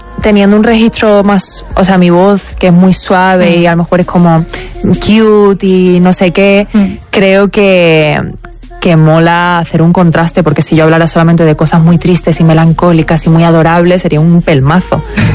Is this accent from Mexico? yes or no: no; Andalusia, Spain; yo tengo esa nariz y esta cara porque soy de Andalucía.